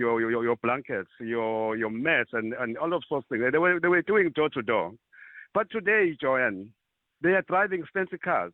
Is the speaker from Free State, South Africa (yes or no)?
no; Isingolweni, KwaZulu-Natal, South Africa; in my town, as I said, I'm from Isingolweni, is about one horse street.